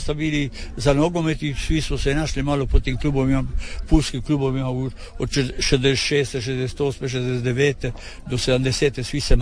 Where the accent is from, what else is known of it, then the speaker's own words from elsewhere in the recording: Pula, Istria County, Croatia; born there; Tako je, rođen sam u Puli